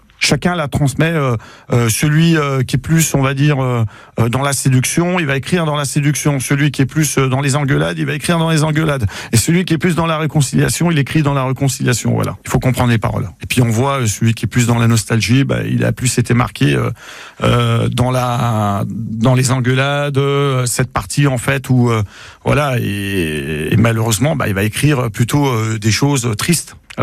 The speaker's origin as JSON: {"language": "French", "region": "Auvergne-Rhône-Alpes", "country": "France", "moved": "as an adult", "lives_now": "Montpezat, France", "said": "maintenant je me retrouve ici dans le Gard et à Montpezat. L'histoire est bouclée parce que j'ai vécu plus ici dans le Gard que chez moi en Haute-Savoie"}